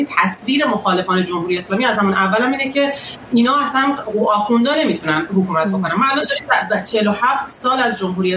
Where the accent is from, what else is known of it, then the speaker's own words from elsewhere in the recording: Iran; born there; moved away; ما تو همون ساختار ایدئولوژیک بزرگ شدیم، ما کشتی گرفتیم، جنگیدیم واسه زنده بودن تو اون کشور جنگیدیم.